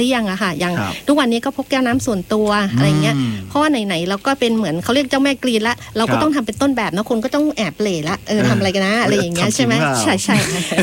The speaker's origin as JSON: {"language": "Thai", "area": "Nan Province", "region": "Nan", "country": "Thailand", "tie": "born or raised there", "said": "เราเป็นคนในพื้นที่เนาะหมายถึงคนในจังหวัดน่านเกิดที่จังหวัดน่าน"}